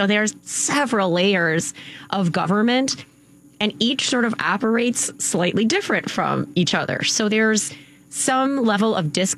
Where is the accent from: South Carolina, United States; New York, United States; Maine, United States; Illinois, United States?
Illinois, United States; Chicago; now in Woodstock, United States; growing up in Chicago, growing up in the 11th Ward, right? The neighborhood of mayors, Mayor Daley's neighborhood.